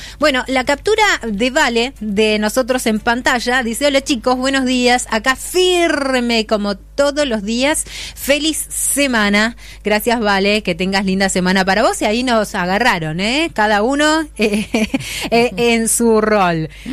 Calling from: San Antonio Oeste, Río Negro, Argentina; Desde San Antonio Oeste

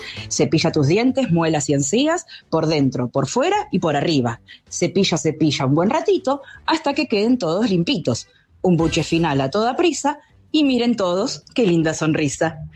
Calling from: Buenos Aires, Argentina; de Chacarita.

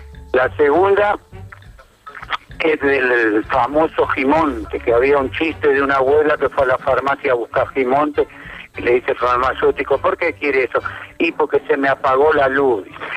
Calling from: Funes, Santa Fe, Argentina

